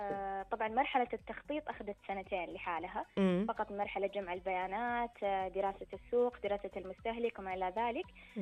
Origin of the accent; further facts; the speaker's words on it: Saudi Arabia; لقيمنا كعرب كسعوديين